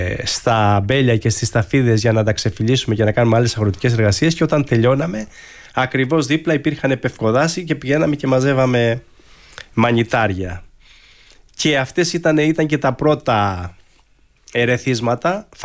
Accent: Greece; Ξεκινούσαμε από τον Καλαμιά που είναι το χωριό μου

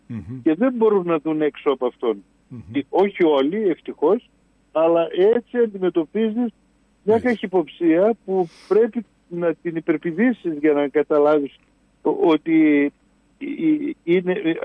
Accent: Serres, Central Macedonia, Greece

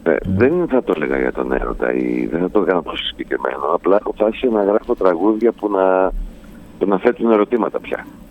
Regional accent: Thessaloniki, Central Macedonia, Greece; ειδικά σαν Σαλονικιός είναι ο

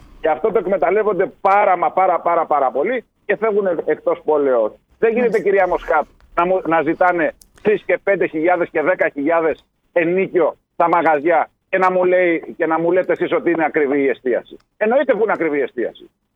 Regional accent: Corfu, Ionian Islands, Greece; σεβόμαστε την Κέρκυρα, σεβόμαστε το νησί μας

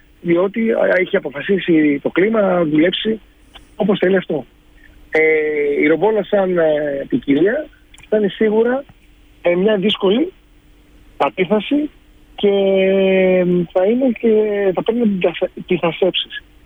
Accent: Kefalonia, Ionian Islands, Greece; Δεν είναι επειδή είμαι Κεφαλονίτης και το λέω.

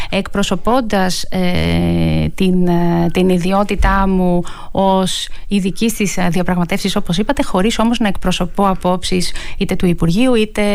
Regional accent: Thessaloniki, Central Macedonia, Greece; born there; Γεννήθηκα στη Θεσσαλονίκη, γεννήθηκα λοιπόν δίπλα στη θάλασσα. Τα έχει φέρει έτσι η ζωή μου που είμαι σε μέρη, ζω, εργάζομαι που είναι δίπλα στη θάλασσα.

